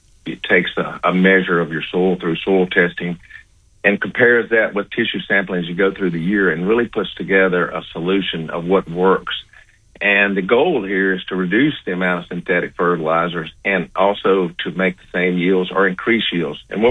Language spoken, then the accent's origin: English; Louisiana, United States; accent: Louisiana; Grew up on a farm in Louisiana. You can tell by this accent. I've moved many places, but my accent always moved with me.